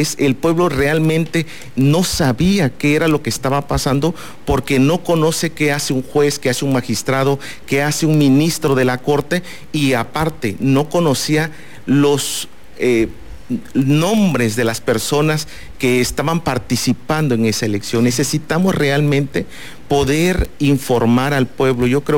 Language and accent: Spanish; Tabasco, Mexico; Nosotros todos somos mexicanos, todos somos tabasqueños.